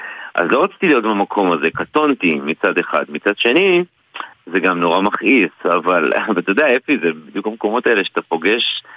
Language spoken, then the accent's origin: Hebrew; Northern District, Israel; אני צפוני